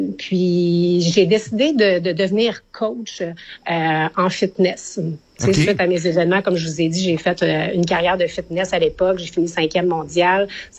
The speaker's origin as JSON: {"language": "French", "region": "Quebec", "country": "Canada", "moved": "as an adult", "lives_now": "Las Terrenas, Dominican Republic", "said": "Ça va faire 5 ans que je suis en République. Je suis jamais retournée au Canada. Quand j'ai pris l'avion pour partir du Québec, je suis jamais retournée."}